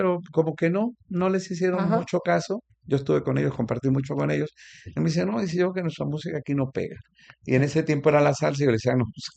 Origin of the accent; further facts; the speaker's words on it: Puerto Rico; now in Mexico; Ahora yo no soy mexicano. Yo soy borimex, boricua mexicano.